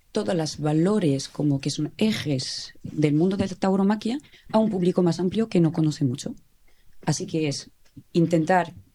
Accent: Nîmes, Occitania, France; soy de Nimes, de Francia. Así que ya te explica cómo la mayor parte de la respuesta, ¿no? Pero diría en una familia súper aficionada de Nimes.

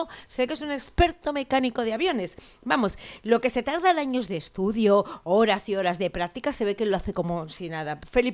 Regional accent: L'Hospitalet de Llobregat, Catalonia, Spain; Yo me crié en Hospitalet de los 70 y de los 80

